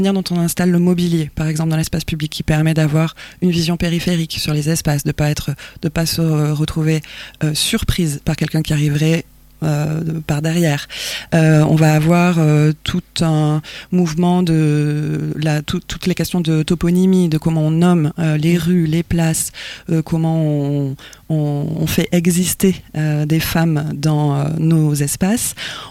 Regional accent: South-West France, France; now in Brittany, France; Moi, je viens du Sud-Ouest. C'est … qui parle. Je viens du Sud-Ouest

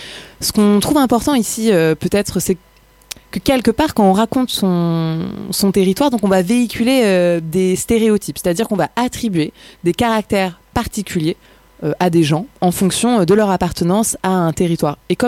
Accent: Marseille, Provence-Alpes-Côte d'Azur, France; Je dis que je viens de Marseille, là on me renvoie une autre image, un autre stéréotype.

